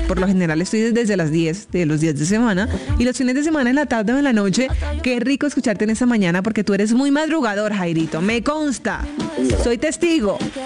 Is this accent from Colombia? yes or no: yes; Caribbean Region, Colombia; now in Bogotá, Colombia; ¡Yo soy costeña! ¡Ya me cachaquecé!